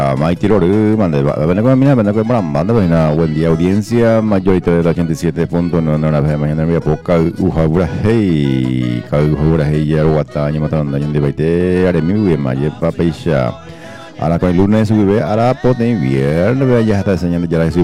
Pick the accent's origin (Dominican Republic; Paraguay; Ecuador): Paraguay; ya el ombligo ñande particular como buen paraguayo